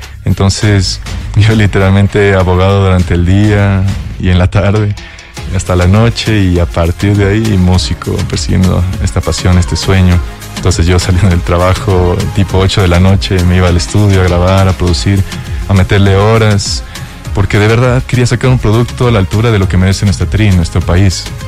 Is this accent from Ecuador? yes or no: yes; Ecuador; nosotros como ecuatorianos orgullosos de nuestra patria